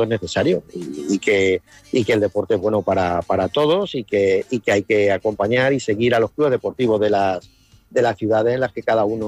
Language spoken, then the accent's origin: Spanish; Puertollano, Castilla-La Mancha, Spain; somos de Puerto Llano, somos, como decimos, hechos de acero, una ciudad minera.